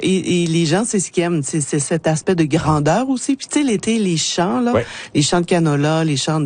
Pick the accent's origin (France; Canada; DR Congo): Canada; Quebec; now in Saskatchewan, Canada; moi, je viens du Québec